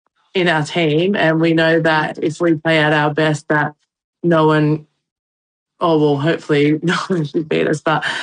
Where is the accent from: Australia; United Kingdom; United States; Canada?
Australia; New South Wales; born there; I was born in New South Wales.